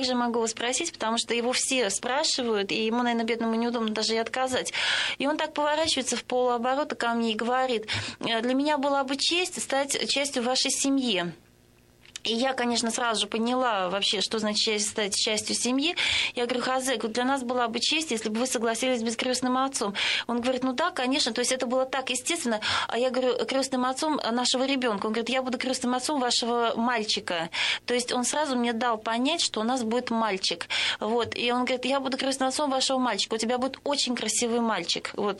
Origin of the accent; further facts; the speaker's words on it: Russia; moved away; я сказала тогда еще на ломаном английском, что … что я из России.